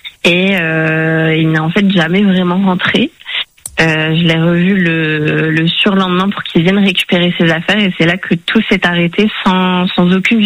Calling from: Lille, Hauts-de-France, France; J'ai 33 ans et j'habite à Lille, dans le Nord.

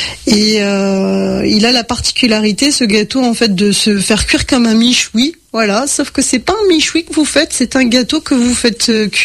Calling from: Occitanie, France; je suis en Haute-Garonne, donc proche de la frontière espagnole

